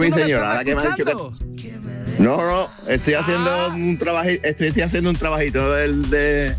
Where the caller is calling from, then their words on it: Carmona, Andalusia, Spain; Desde Carmona.